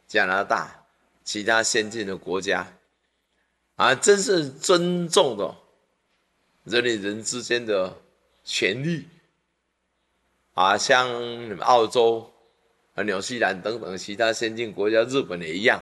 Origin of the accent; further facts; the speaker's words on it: Taiwan; 站在我们台湾，我们中国人